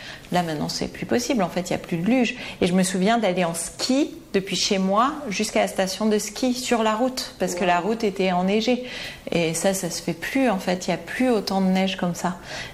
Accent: Porté-Puymorens, Occitanie, France; J'ai grandi à Portet-Puymorens, qui est vraiment aux portes de l'Ariège

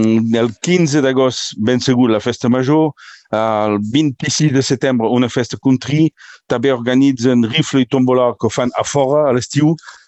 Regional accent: Vilafranca de Conflent, Occitania, France; Vilafranca de Conflent, el meu poble

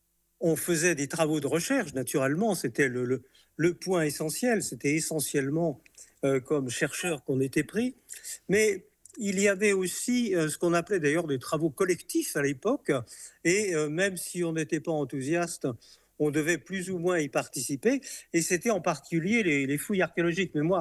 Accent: Lyon, Auvergne-Rhône-Alpes, France; Oui, je suis né à Lyon, je suis resté à Lyon pendant 20 ans.

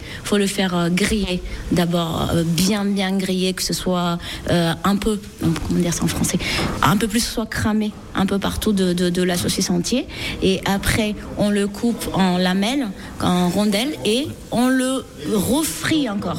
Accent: Madagascar; now in Le Vigan, France; Chez nous, à Madagascar

